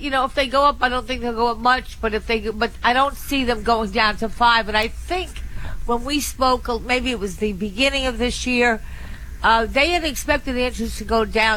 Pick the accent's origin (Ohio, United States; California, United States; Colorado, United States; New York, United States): New York, United States; New York City; I'm a New Yorker